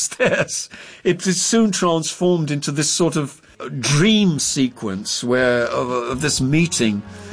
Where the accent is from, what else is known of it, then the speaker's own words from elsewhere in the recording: England, United Kingdom; He knew I, as an Englishman, I loved puns.